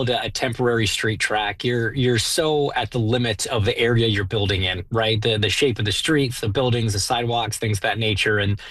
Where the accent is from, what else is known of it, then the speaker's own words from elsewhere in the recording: Markham, Ontario, Canada; So for me personally, I was born and raised in Markham.